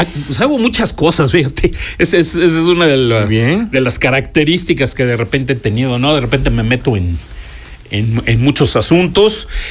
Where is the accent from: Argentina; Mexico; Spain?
Mexico; Mexico City; born there; Yo nací en el Hospital 20 de Noviembre, allá en la Ciudad de México, en una... ahora es delegación, en esa época no se llamaba así, la Benito Juárez, en una avenida muy famosa de la Ciudad de México que se llama Félix